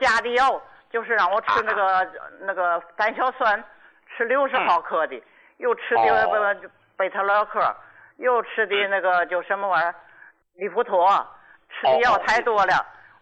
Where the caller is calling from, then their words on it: Qinhuangdao, Hebei, China; 我是秦皇岛的。